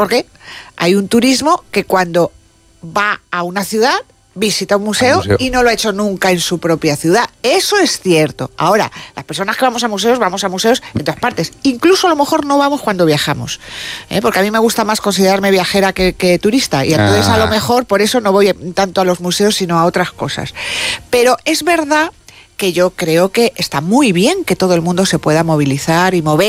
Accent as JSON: {"language": "Spanish", "town": "Madrid", "region": "Community of Madrid", "country": "Spain", "said": "yo soy de Madrid, pero amo Santiago de Compostela. Voy todos los años un par de veces"}